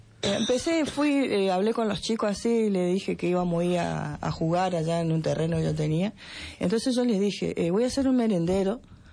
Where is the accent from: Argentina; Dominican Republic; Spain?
Argentina; yo soy de Belén